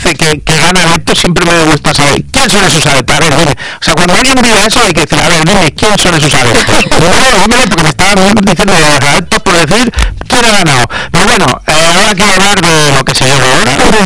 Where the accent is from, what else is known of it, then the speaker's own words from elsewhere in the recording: Galicia, Spain; Que soy gallego, ¿no?